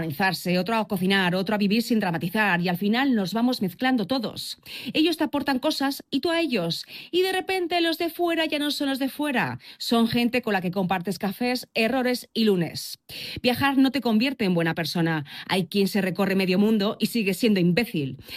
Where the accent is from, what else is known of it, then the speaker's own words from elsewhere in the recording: Madrid, Community of Madrid, Spain; Soy Castellana de Madrid, trabajando con gente extranjera igual, fareros.